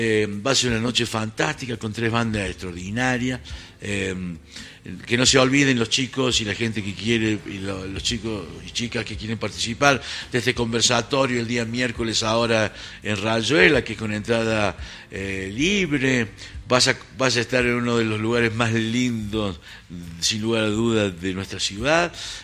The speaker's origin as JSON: {"language": "Spanish", "town": "Oliva", "region": "Córdoba", "country": "Argentina", "moved": "yes", "said": "vamos a estar en mi pueblo, en Oliva"}